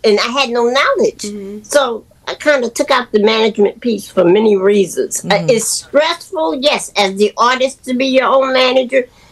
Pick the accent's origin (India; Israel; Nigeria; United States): United States; New York; I Madison Square Garden, as a New Yorker, is like the ultimate dream.